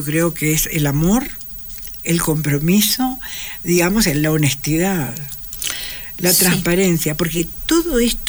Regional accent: Uruguay; Quito, Uruguay tiene el mismo número de habitantes que Quito, somos 3 millones de Uruguay, imagínate.

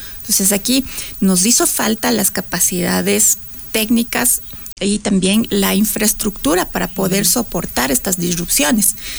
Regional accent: Ecuador

